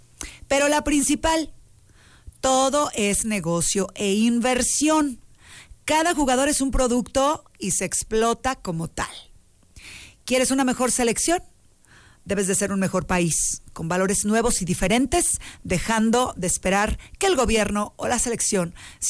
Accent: Mexico; Somos mexicanos.

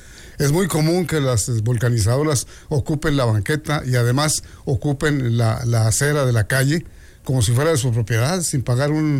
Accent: Mexico; Yo soy mexicano

